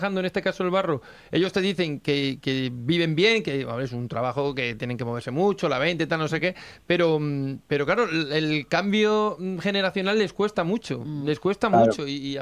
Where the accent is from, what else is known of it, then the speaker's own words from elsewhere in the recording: Arroyo de la Luz, Extremadura, Spain; yo soy de Arroyo de la Luz, que era un pueblo de tradición alfarera durante el siglo, comienzo del siglo XX y tal